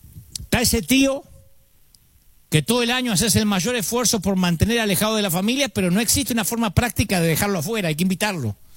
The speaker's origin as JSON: {"language": "Spanish", "town": "Billinghurst", "region": "Buenos Aires Province", "country": "Argentina", "tie": "born there", "said": "Nací en Billinghurst."}